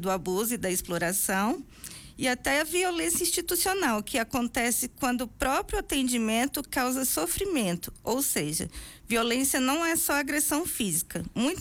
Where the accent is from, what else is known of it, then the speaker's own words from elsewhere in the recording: Brasília, Federal District, Brazil; moved away as an adult; now in Vacaria, Brazil; Eu sou natural de Brasília.